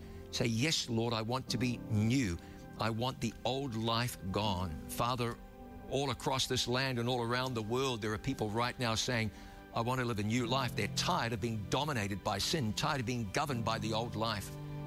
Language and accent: English; New Zealand; About 800 years ago, the indigenous people of my home country arrived by canoe at a harbor on the west coast of New Zealand's North Island.